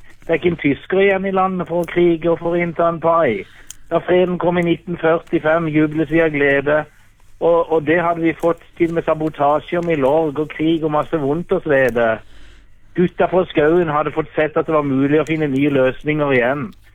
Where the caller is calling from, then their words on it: Kristiansand, Agder, Norway; Jeg kommer fra Kristiansand.